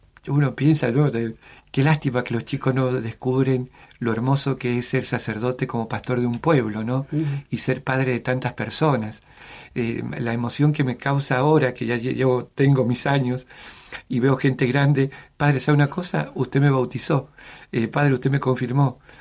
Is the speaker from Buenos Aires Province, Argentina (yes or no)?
no; Mendoza, Argentina; Ser párroco y en Mendoza. En mi tierra.